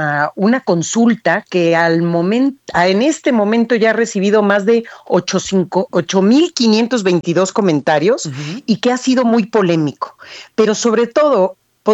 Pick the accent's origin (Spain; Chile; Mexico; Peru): Mexico; Yo como ciudadana, como mexicana